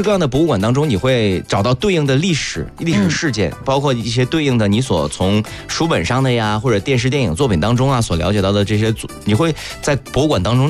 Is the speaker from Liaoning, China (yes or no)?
yes; Liaoning, China; 因为本身就是土生土长辽宁人嘛